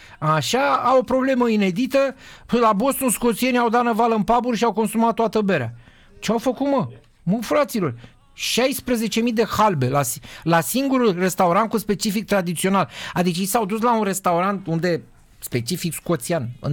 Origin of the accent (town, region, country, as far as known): Romania; born there